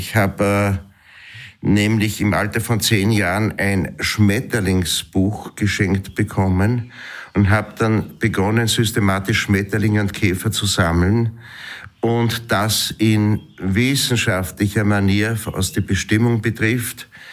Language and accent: German; Gmunden, Upper Austria, Austria; born there; moved away as an adult; also born or lived in Schärding am Inn / Vienna; now in Burgenland, Austria; Ich wurde 1962 in Schärding am Inn geboren, also sehr weit weg vom Burgenland. War 9 Jahre Schärding, Volksschule und so weiter, dann eine Übersiedlung nach Gmunden, dort das Bundesgymnasium, Matura, und bin dann unmittelbar nach der Matura nach Wien gegangen